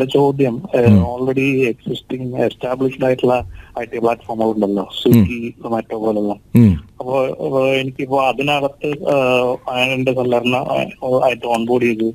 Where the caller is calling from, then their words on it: Thrissur, Kerala, India; ഞാൻ തൃശ്ശൂർ നിന്നാണ്.